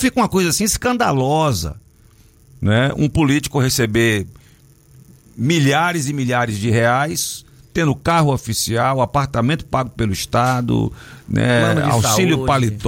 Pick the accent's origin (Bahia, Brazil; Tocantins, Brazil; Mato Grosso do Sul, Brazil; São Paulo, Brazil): Bahia, Brazil; Coração de Maria; Ah, eu vim de Coração de Maria, mas eu conheço muito Ipiaú porque meu tio, por parte de pai, morava aqui.